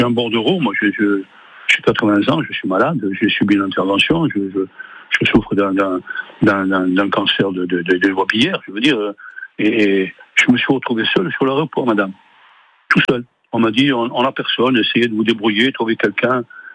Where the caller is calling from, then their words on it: Corsica, France; j'habite à la Plaine de Père, c'est à peu près 10 km de l'aéroport.